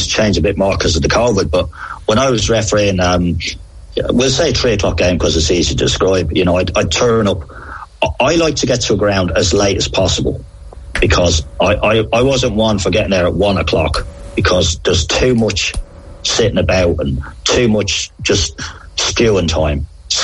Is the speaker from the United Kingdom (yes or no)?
no; Ireland; Was this how I was brought up in Ireland? The biggest thing for me as a boy was everybody called my dad Paddy